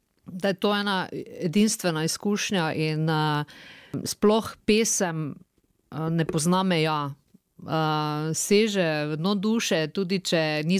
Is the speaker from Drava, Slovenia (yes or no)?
yes; Šentilj, Drava, Slovenia; ker od tam, odkudre prihajam iz Šentilja, nekak nimamo teh niti dvojezičnih kakšnih sodelovanj, niti se v osnovni šoli naša generacija ni učila nemško